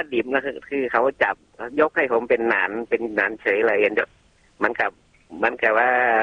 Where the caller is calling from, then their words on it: Lampang, Thailand; ลำปางครับ